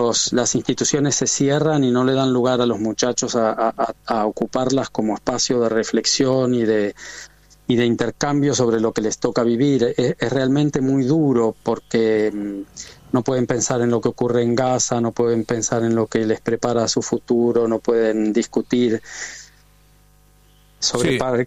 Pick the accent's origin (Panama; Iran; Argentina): Argentina; moved away as an adult; also born or lived in Montevideo, Uruguay; now in Paris, France; nací en Montevideo como usted, y entonces, pero me crié en Argentina y trabajé mucho en Argentina como usted. Ahora vivo en Francia hace muchísimos años